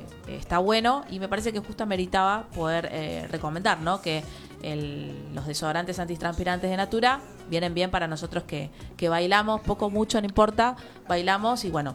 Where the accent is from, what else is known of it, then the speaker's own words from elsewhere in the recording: Argentina; y para nosotros como argentinos un orgullo también